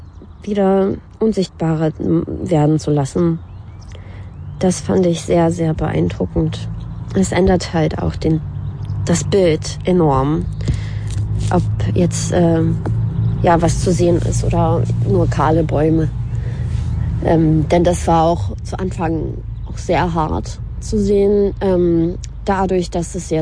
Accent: Ukraine; Und als ich das erste Mal wieder in der Ukraine war, also so richtig in meiner Heimatstadt, und dann die Zerstörung gesehen habe

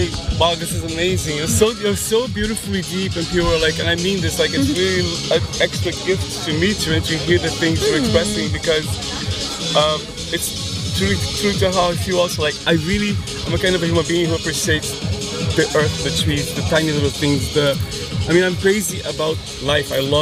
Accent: Brazil; I grew up really poor in Brazil.

